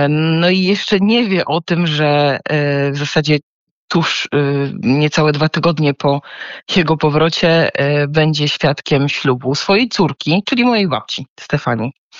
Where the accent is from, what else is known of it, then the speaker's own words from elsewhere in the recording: Kraków, Lesser Poland, Poland; Jestem z Krakowa, pochodzę z Krakowa.